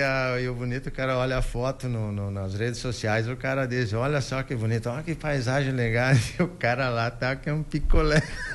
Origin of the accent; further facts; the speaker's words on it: Pinhalzinho, Santa Catarina, Brazil; E na última viagem me perguntaram de onde é que eu era, eu disse, não, sou de Pinhalzinho.